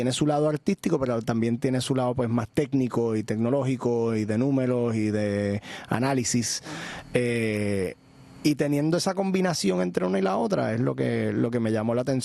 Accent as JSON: {"language": "Spanish", "town": "Mayagüez", "country": "Puerto Rico", "tie": "born or raised there", "said": "yo me crié en Mayagüez, que entonces la cuestión de las artes era un poco más difícil de conseguir."}